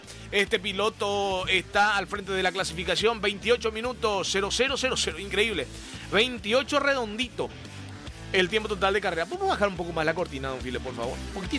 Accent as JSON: {"language": "Spanish", "country": "Paraguay"}